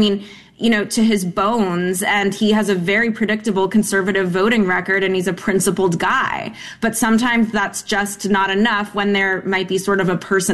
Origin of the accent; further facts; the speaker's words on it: California, United States; I'm from California. I'm familiar with the setup